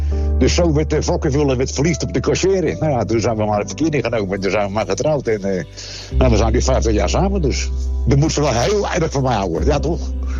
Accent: Rotterdam, South Holland, Netherlands; born there; Geboren Rotterdammer. Het eind van het jaar word ik al 70 alweer.

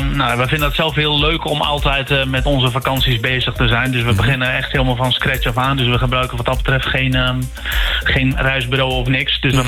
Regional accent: Netherlands; als Nederlanders

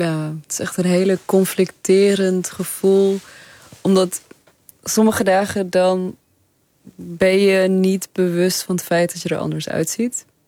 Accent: Netherlands; Oh nee, ik ben wel Nederlands. Of oh nee, ik kan wel Nederlands spreken. Ja. Oh, mijn accent is niet...

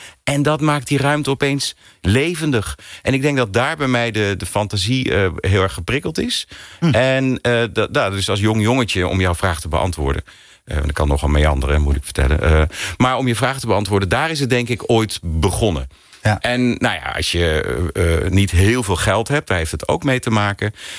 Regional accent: Arnhem, Gelderland, Netherlands; En wij woonden op een gegeven moment, ik kom uit Arnhem, woonden we naast het veilinghuis aan de ene kant.

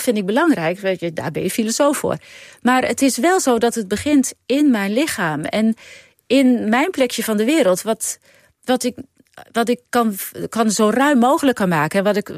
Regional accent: Netherlands; born there; ik als Nederlandse geboren vrouw

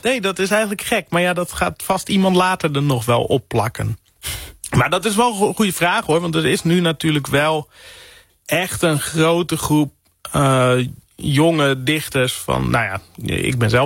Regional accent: IJsbrechtum, Friesland, Netherlands; accent: Frisian; moved away; Ik ben opgegroeid in IJsbrechtum. Dat is een heel klein dorpje vlak naast Sneek.

